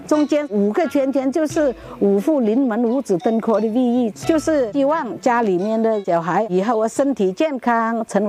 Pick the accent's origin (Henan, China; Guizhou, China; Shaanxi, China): Guizhou, China; Sandu Shui Autonomous County; 现在看着越来越多的外国人到我们的家乡来看我们的马尾绣